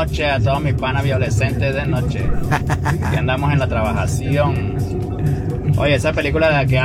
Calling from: Venezuela; muy cerca de donde yo soy, del río Amazonas, el río Orinoco. En Venezuela abundan mucho las anacondas.

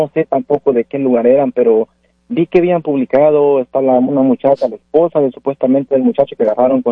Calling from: Edmonds, Washington, United States; Vivo en Edmond, y sí, allí en Edmond, yo vivo ahí en un apartamento bien grande, es grande.

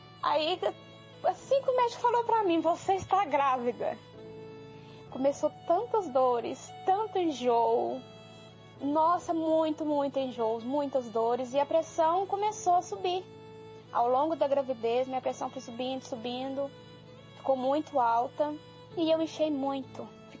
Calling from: Santo Antônio do Itambé, Minas Gerais, Brazil; Sou de Santo Antônio do Itambé, Minas Gerais.

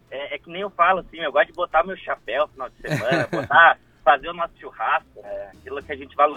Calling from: Cachoeirinha, Rio Grande do Sul, Brazil; meu. Falo aqui de Cachoeirinha.

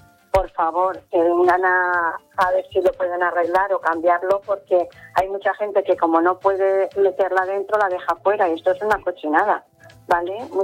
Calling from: Gandia, Valencian Community, Spain; Soy una vecina de Gandía

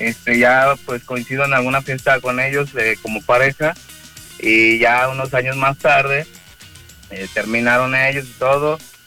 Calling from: León, Guanajuato, Mexico; De León, Guanajuato.

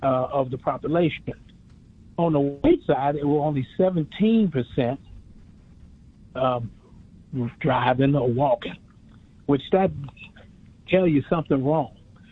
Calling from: Cincinnati, Ohio, United States; I'm in Cincinnati.

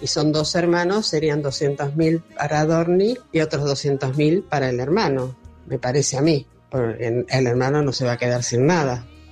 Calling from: Béccar, Buenos Aires Province, Argentina; de Becar.

